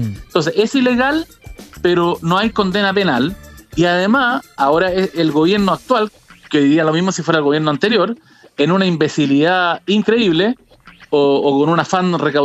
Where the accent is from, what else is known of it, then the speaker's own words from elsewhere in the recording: Chile; yo como chileno